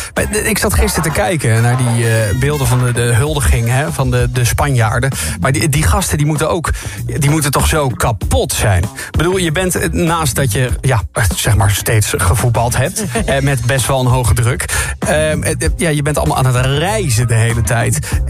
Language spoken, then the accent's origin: Dutch; North Brabant, Netherlands; Kijk, ik kom uit Brabant.